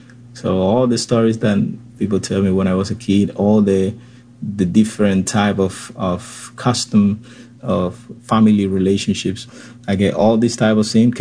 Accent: Pinar del Rio, Pinar del Río, Cuba; This old guy asked me where I came from one day, and I was like, I came from Pinar del Rio, my hometown.

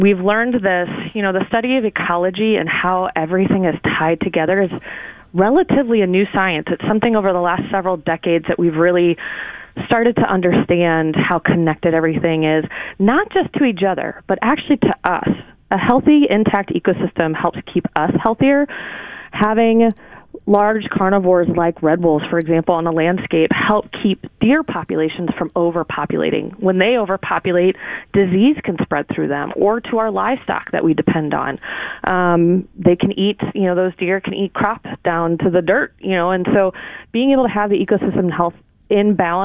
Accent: St. Louis, Missouri, United States; I'm a local Missourian. I grew up in St. Louis and spent years hunting, fishing, messing around in the Ozarks and camping and all that stuff.

